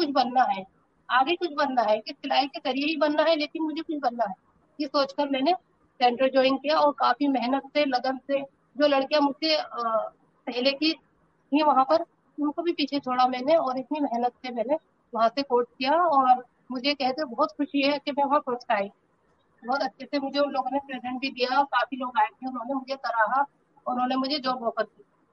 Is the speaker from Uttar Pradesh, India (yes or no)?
yes; Rampur, Uttar Pradesh, India; और मैं रामपुर शहर के छोटे से मोहल्ले कलकत्त के रहने वाली हूँ।